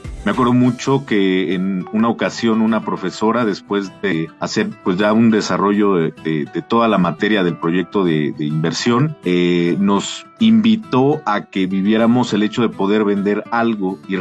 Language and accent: Spanish; Ciudad Sahagún, Hidalgo, Mexico; Sí, soy originario de Ciudad Sahagún, Hidalgo